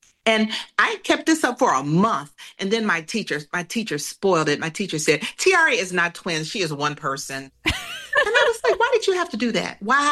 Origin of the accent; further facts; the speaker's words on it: Atlanta, Georgia, United States; When I was growing up in Atlanta, I grew up in an all-black middle-class environment.